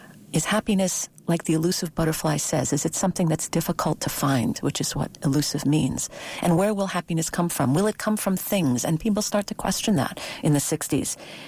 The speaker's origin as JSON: {"language": "English", "area": "Long Island", "region": "New York", "country": "United States", "tie": "born or raised there", "said": "growing up on Long Island, and my dad, you know, bought our home with the GI Bill"}